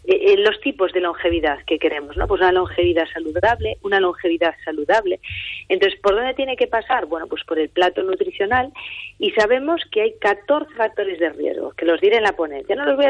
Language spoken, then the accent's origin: Spanish; Ourense, Galicia, Spain; siendo gallegos y siendo orense